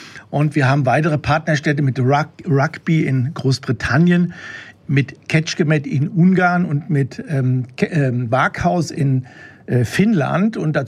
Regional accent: Usingen, Hesse, Germany; born there; now in Rüsselsheim, Germany; Ich komme aus dem Taunus. Wenn du von Rüsselsheim, also immer vom Mainufer Richtung Taunus guckst, siehst du einen Feldberg und dann so 10 Grad rechts davon, da ist dann das Weiltal und da ist dann Merzhausen bei Usingen. Das ist mein Geburtsort.

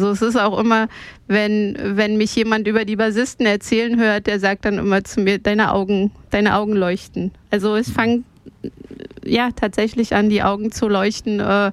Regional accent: East Germany, Germany; ich bin in den im Osten groß geworden

